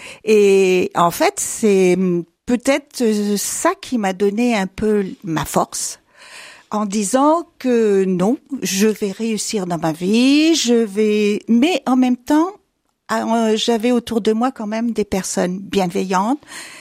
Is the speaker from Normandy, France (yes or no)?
no; Chaumont-en-Vexin, Hauts-de-France, France; born there; Alors, je suis née dans l'Oise, à Chaumont-en-Vexin, exactement.